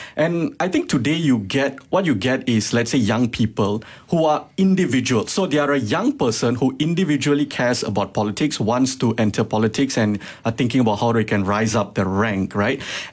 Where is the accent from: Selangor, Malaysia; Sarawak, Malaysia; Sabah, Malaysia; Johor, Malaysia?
Johor, Malaysia; Johor Bahru; moved away as an adult; So like for me personally, I grew up in Johor Bahru.